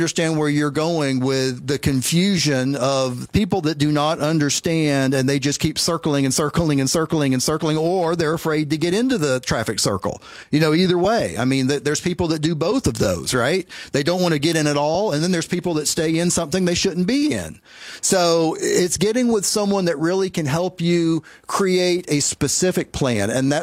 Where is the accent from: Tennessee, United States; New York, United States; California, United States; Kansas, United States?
Tennessee, United States; in my home state of Tennessee